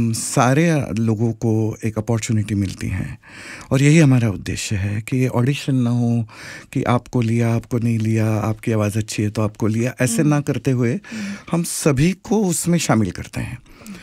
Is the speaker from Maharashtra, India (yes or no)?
yes; Maharashtra, India; मैं महाराष्ट्रियन बैकग्राउंड से हूँ और मराठी में कहावत है, निंदकाचे घर असावे शेजारी.